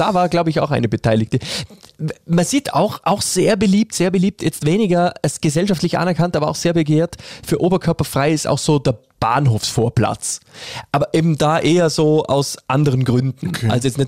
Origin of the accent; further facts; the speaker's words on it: Vorarlberg, Austria; Wir sind Vorarlberger, wir sind ja keine Wiener